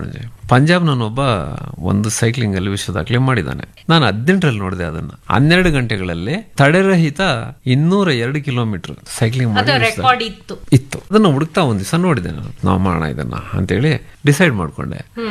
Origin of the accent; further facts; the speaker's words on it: Birmanahalli, Karnataka, India; ನನ್ನ ಬೀರ್ಮಾನಹಳ್ಳಿ ನನ್ನ ಗ್ರಾಮಕ್ಕೆ